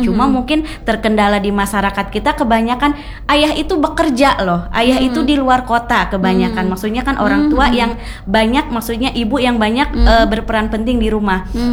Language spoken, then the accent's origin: Indonesian; Tegalongok, Indonesia; terutama di desa saya pribadi di Tegalongok, jadi kita juga berkolaborasi sama Posyandunya juga